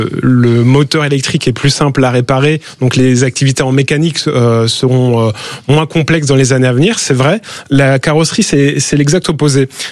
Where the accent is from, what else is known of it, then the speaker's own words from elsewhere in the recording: Grand Est, France; Moi, je suis Alsacien, je suis très fier de cette région-là. Je sais qu'on a d'excellentes écoles là-bas.